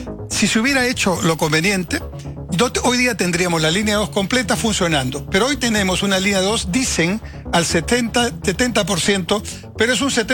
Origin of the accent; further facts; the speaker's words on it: Peru; a mí como peruano y como exministro me interesa que avance